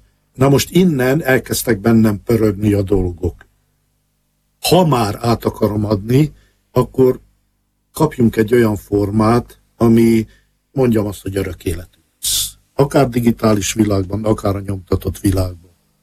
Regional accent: Csíkmadaras, Harghita, Romania; moved away as an adult; also born or lived in Miercurea Ciuc / Timișoara; now in Austria; Csíkmadarason születtem, és ott is jártam iskolába, aztán Csíkszeredában, Mártonáromba, majd Temesváron, Politechnikán

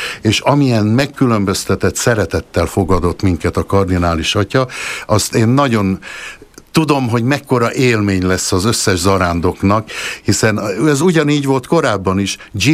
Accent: Erdőkürt, Nógrád, Hungary; moved away; az én szülőfalumban vannak a pálos nővérek, egyetlen egy monostoruk van a magyar pálos nővéreknek, Erdőkürtön

